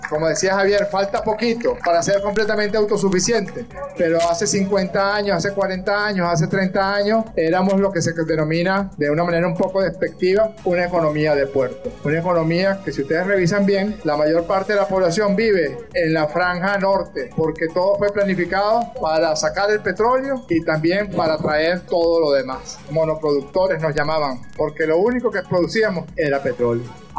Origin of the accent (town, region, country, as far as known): Venezuela